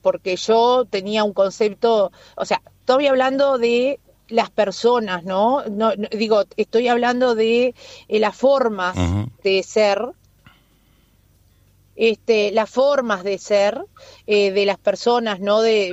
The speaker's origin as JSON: {"language": "Spanish", "country": "Uruguay", "said": "como uruguaya te diría que nos genera una profunda tristeza porque nuestro país siempre se caracterizó a lo largo de los años por buenos gobiernos"}